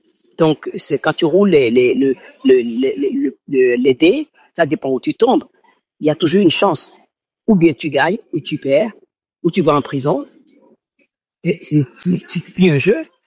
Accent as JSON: {"language": "French", "country": "Benin", "tie": "born or raised there", "moved": "yes", "lives_now": "New York, United States", "said": "moi, j'ai grandi en Afrique, au Bénin"}